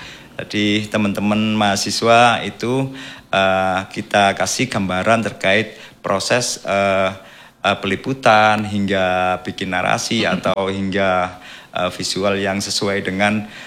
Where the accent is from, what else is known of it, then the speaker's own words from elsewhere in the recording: Lamongan, East Java, Indonesia; Saya asli Lamongan.